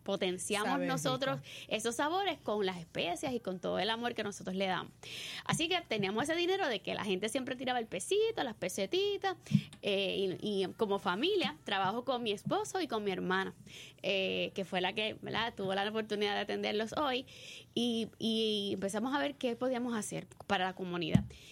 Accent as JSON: {"language": "Spanish", "country": "Puerto Rico", "said": "nos enseñan como puertorriqueños que la vulnerabilidad es parte del crecimiento"}